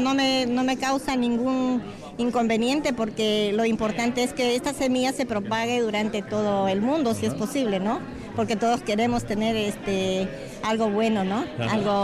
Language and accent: Spanish; San Juan, Amazonas, Peru; Yo soy de San Juan, del departamento de Amazonas, Perú.